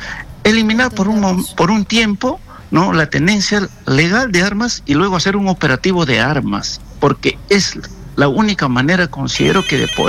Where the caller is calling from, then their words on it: Lima, Peru; desde Puente Piedra.